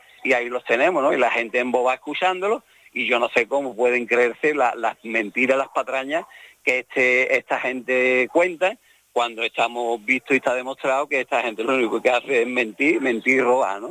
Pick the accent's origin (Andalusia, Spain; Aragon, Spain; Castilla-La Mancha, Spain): Andalusia, Spain; Dos Hermanas; en Dos Hermanas, en mi tierra